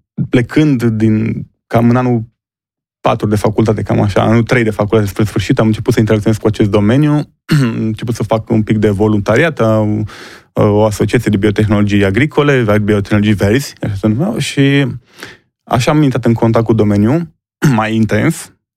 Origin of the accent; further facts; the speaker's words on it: Romania; e o mândrie și că pentru noi ca români, că da, a fost creat aici